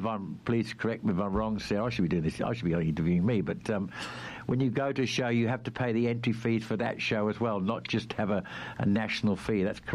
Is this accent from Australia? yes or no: yes; Australia; Do I have to have a license to go to that show being an Australian?